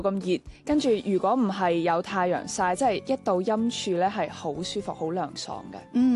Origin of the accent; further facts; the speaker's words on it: Foshan, Guangdong, China; Hello, 大家好，